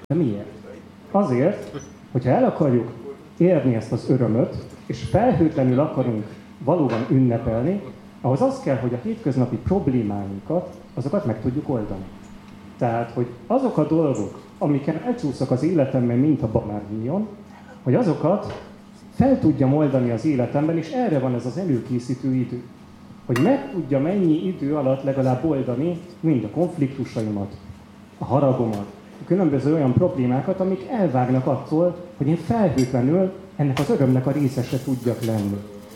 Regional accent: Miskolc, Borsod-Abaúj-Zemplén, Hungary; Én jezsuitáknál nevelkedtem jó sok éven keresztül, tehát én Miskolcon jezsuitáknál végeztem

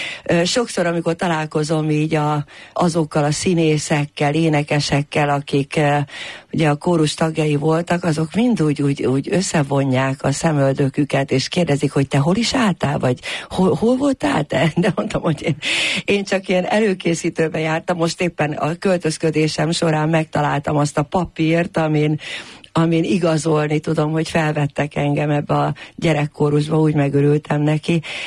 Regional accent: Budapest, Hungary; annak idején a 18. kerületben nevelkedtem.

